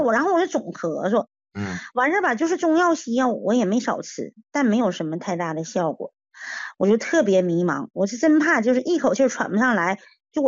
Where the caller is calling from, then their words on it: Anshan, Liaoning, China; 我是鞍山的朋友